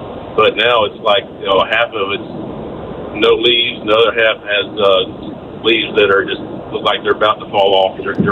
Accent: Gwinnett County, Georgia, United States; No. I'm from Gwinnett County, so I didn't get any traffic.

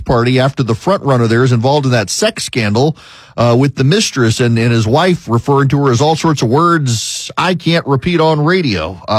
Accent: Georgia, United States; If you are in my home state of Georgia and you need to know who to vote for in the Republican primary

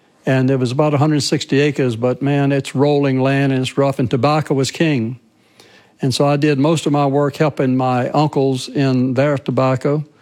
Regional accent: Mecklenburg County, Virginia, United States; moved away as an adult; now in Ohio, United States; I'm not an Ohio native. I grew up in Southern Virginia

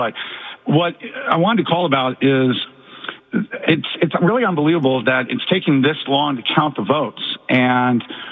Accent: Los Angeles, California, United States; I'm originally from the Brentwood Palisades area and spent a lot of time in my childhood and adolescence going to all the places in Palisades.

